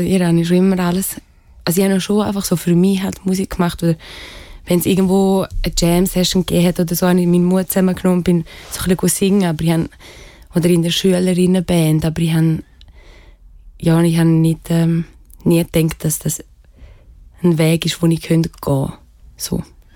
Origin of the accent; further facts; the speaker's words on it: Graubünden, Switzerland; Es gibt dort, wo ich aufgewachsen bin, nicht mega viele Vorbilder für das.